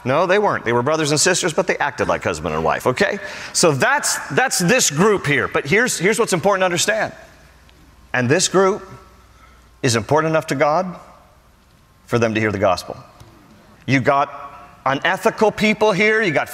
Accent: West Virginia, United States; I'm from West Virginia. I can make fun of my people, ladies and gentlemen. Webster County, West Virginia.

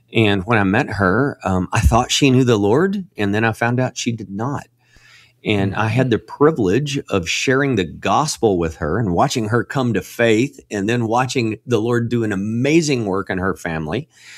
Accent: Texas, United States; Well, born and raised in North Texas. I don't know why they call it North Texas. It's the Dallas-Fort Worth area.

